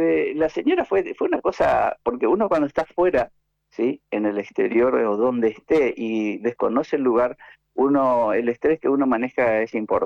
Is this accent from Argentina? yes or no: yes; Posadas, Misiones, Argentina; moved away as an adult; now in Buenos Aires, Argentina; Yo me vine de Posadas a hacer, me vine, digo, como que estuviera ahí, a hacer la especialidad en el Hospital Tornú.